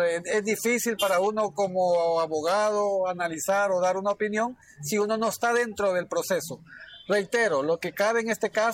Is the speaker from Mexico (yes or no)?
no; Honduras; nosotros como hondureños no nos ponemos de acuerdo